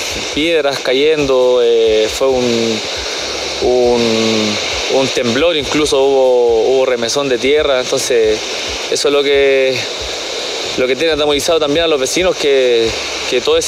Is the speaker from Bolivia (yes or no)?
no; Linares, Maule, Chile; also born or lived in Santiago; Somos de Linares, pero estábamos en Santiago.